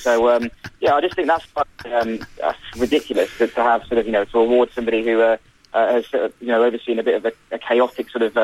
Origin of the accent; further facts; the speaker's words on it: West Midlands, United Kingdom; I'm from Worcestershire. That's where my accent's from, where I grew up.